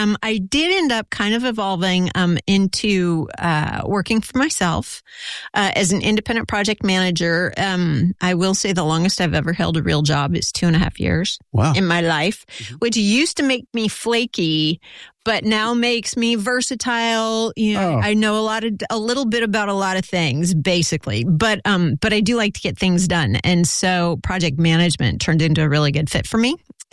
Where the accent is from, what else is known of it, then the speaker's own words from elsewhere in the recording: Rio Dell, California, United States; also born or lived in Long Beach / Los Angeles; So I actually grew up in Rio Del, which kind of a dubious reputation, but gorgeous, gorgeous location for a town. We were right above the river